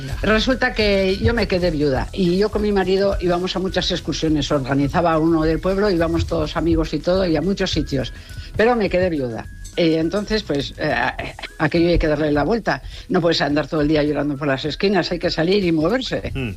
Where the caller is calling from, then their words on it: San Sebastián, Basque Country, Spain; ahí voy una vasca